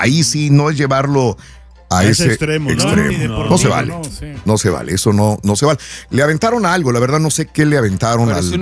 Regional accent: Mexico; Sí, sí, así somos los mexicanos.

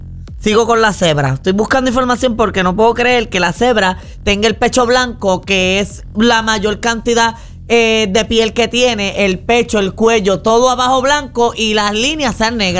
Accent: Salinas, Puerto Rico; also born or lived in Guayama; soy de Salinas porque me crié en Salinas.

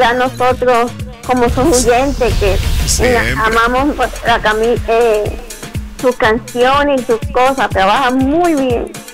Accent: Puerto Rico; Soy de Puerto Rico.

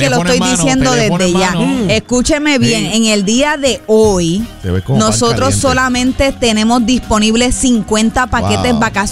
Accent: Puerto Rico; Ahora, tú sabes cómo somos los puertorriqueños, somos enmayados y nosotros queremos lo máximo.

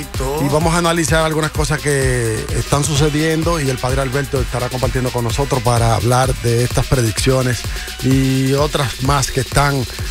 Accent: Ecuador; now in New York, United States; Somos ecuatorianos, bro, acá

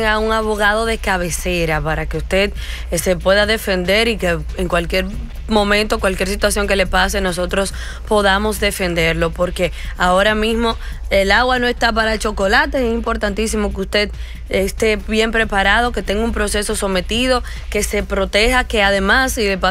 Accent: Colombia; Ayer yo fui Argentina y yo soy colombiana.

